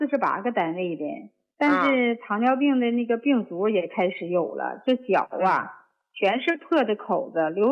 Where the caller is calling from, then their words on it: Harbin, Heilongjiang, China; 我是哈尔滨的。